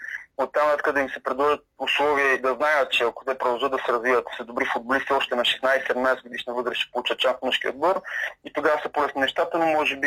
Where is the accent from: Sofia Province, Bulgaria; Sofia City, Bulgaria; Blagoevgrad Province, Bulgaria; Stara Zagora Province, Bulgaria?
Blagoevgrad Province, Bulgaria; Simitli; moved away; Аз лично съм роден в Симитли. Доста голяма част от моя живот като дете е преминал при баба и при дядо на село и съм пряко свързан. Сега всяка почивка съм тук в родния край.